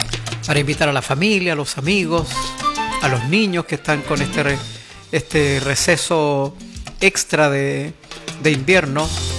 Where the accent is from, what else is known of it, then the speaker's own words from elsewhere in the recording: Chile; Chile, nuestro país.